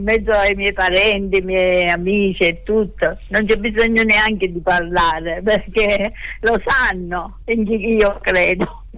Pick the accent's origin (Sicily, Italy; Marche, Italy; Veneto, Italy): Sicily, Italy; moved away; io e mio marito siamo siciliani